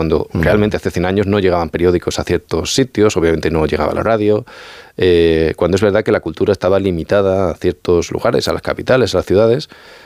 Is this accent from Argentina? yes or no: no; Extremadura, Spain